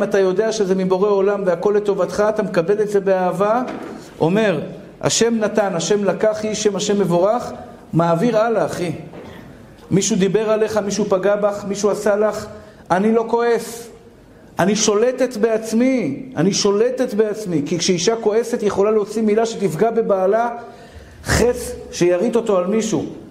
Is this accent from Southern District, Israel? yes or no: no; Tel Aviv, Tel Aviv District, Israel; עכשיו, אני גדלתי בשכונת התקווה.